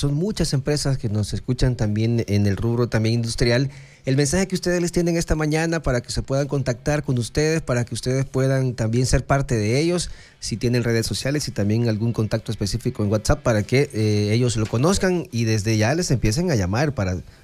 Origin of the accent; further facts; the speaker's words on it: El Salvador; como buen salvadoreño y como buen ser humano, le voy a hablar en modo salvadoreño